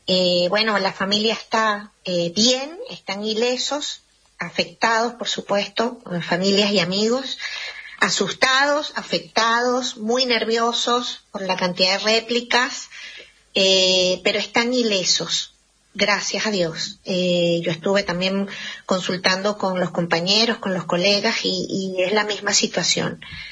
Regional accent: Mérida, Venezuela; moved away

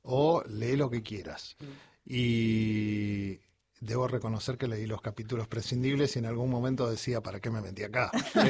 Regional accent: Buenos Aires, Argentina; also born or lived in Mendoza; mendocino, me crié en el Gran Buenos Aires y la mitad de mi vida la llevo viviendo en La Boca.

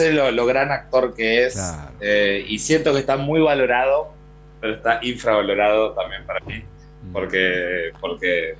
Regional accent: Gualeguay, Entre Ríos, Argentina; moved away; Yo siento que hay algo de mística en Gualeguay, no sé. Quizás es el cariño que tengo de las raíces, que empecé ahí

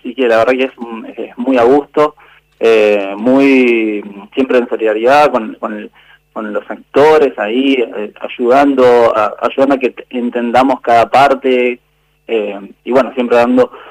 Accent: San Francisco, Córdoba, Argentina; moved away as an adult; now in Buenos Aires, Argentina; soy de San Francisco, Córdoba. Hace 16, 17 años que estoy acá en Buenos Aires. Uh-huh. Justamente por el teatro musical me vine.

